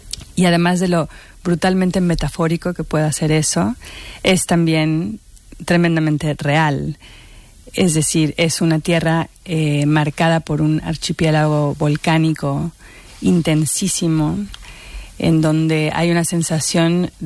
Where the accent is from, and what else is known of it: Mexico; now in New York, United States